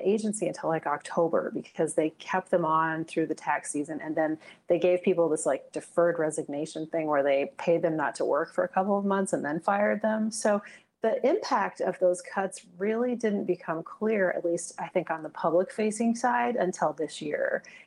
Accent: Ogden, Utah, United States; because I'm from Ogden, Utah, and in Ogden they have a giant IRS service center

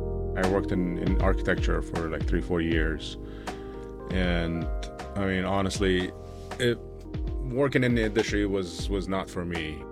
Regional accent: Syria; So the owner is from Vietnam and we're from Syria. We grew up drinking Turkish coffee.

